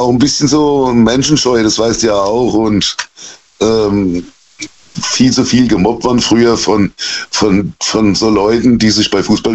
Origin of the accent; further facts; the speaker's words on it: Germany; Ja, ich bin Deutscher, sagen wir mal so.